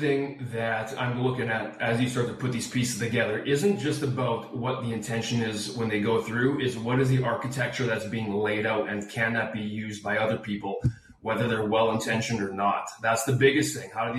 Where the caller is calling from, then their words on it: Calgary, Alberta, Canada; We're out of Calgary, Alberta. We're on the west side.